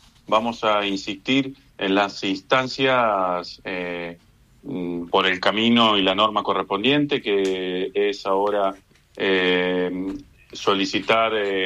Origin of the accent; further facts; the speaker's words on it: Argentina; Una pregunta que nos hacemos todos como argentinos, como personas que vivimos bajo un Estado de Derecho.